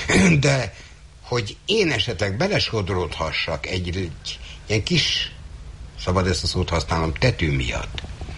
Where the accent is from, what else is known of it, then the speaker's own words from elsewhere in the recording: Budapest, Hungary; nem csak azért, mert a Józsefvárosból jöttem